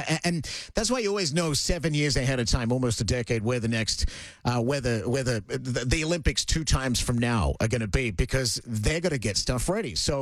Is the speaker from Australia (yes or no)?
yes; Brisbane, Queensland, Australia; moved away; the Summer Olympics are going to be in Brisbane, my hometown, in 2032, the city where I grew up just north of.